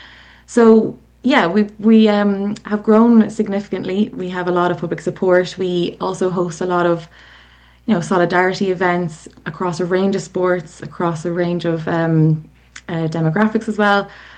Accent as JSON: {"language": "English", "country": "Ireland", "said": "I'm from Ireland."}